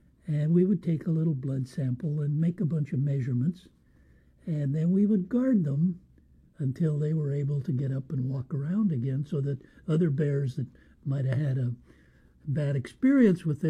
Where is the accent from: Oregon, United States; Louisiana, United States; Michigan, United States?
Oregon, United States; Portland; born there; moved away as an adult; now in King Salmon, United States; I was born in Portland, Oregon.